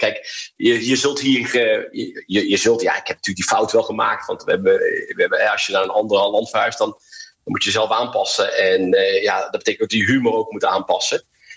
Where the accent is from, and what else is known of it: Netherlands; moved away